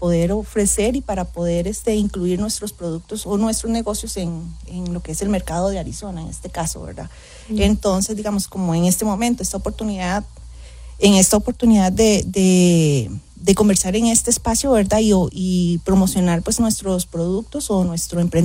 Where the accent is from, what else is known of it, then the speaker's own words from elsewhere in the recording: Costa Rica; bueno, yo soy de Costa Rica y pues gracias a Dios tenemos la ventaja, podría decirlo así, de tener o de albergar muchos turistas, ¿verdad?, en nuestro país.